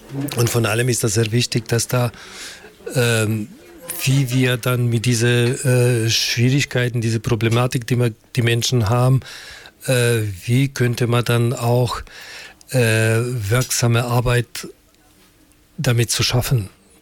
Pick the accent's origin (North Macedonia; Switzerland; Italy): North Macedonia; now in Germany; Noch in meiner Heimatstadt in Mazedonien, in Ex-Jugoslawien, wir haben dann auch so welche Festivals gemacht.